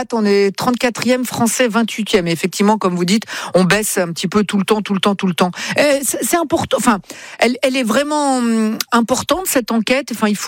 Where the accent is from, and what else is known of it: Italy